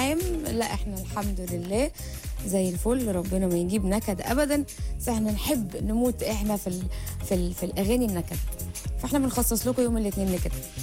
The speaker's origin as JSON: {"language": "Arabic", "country": "Egypt", "said": "احنا كمصريين"}